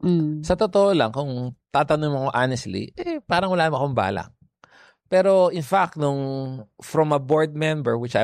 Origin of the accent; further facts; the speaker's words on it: San Pablo, Laguna, Philippines; Laking ano ko, Laguna. Tagalog ako, taga San Pablo, Laguna.